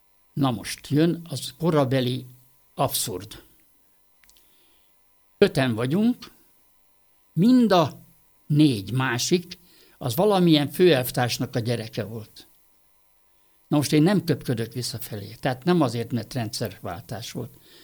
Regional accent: Győr, Győr-Moson-Sopron, Hungary; moved away as an adult; also born or lived in Egypt; én nekem győri magányom van. Ott születtem én, ez egy másik vers, a nagyapám után Papkertnek nevezett rezidencián, egy háromlábú tornázas kúriában, két hold birtok.

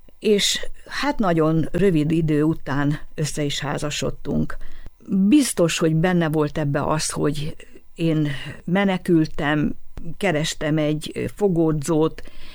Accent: Hungary; born there; A Balatonparton csodákat él meg az ember

